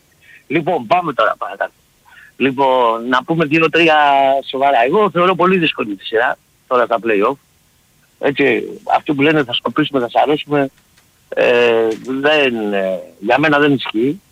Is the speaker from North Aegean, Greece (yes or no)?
no; Nea Makri, Attica, Greece; επειδή είμαι και εγώ από Νέα Μάκρη